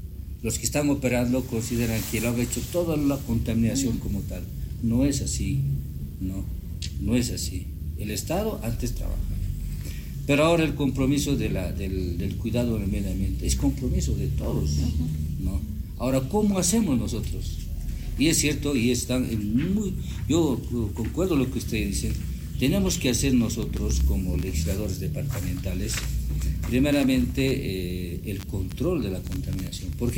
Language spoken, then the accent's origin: Spanish; Poopó, Oruro, Bolivia; yo soy de Popó